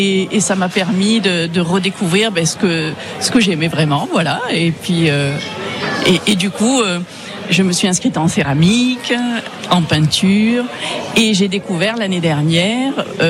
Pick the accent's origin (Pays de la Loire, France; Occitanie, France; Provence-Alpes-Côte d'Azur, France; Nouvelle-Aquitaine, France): Occitanie, France; Sète; Oui, je suis native de Sète.